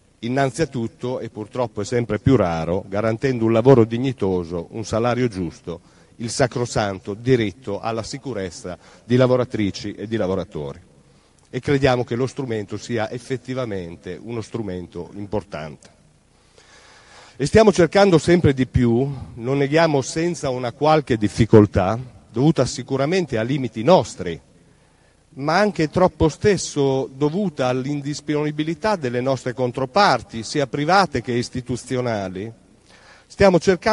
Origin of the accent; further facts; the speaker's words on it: Bologna, Emilia-Romagna, Italy; io sono bolognese, emiliano romagnolo, per cui la conosco purtroppo molto bene